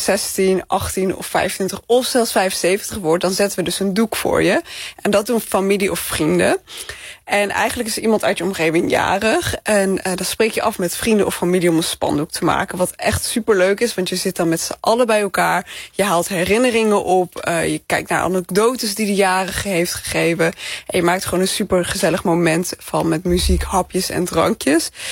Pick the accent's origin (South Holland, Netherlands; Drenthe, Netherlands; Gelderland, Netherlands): Gelderland, Netherlands; moved away as an adult; Nou, ik kom dus uit Achterhoek en ik studeer in de Randstad.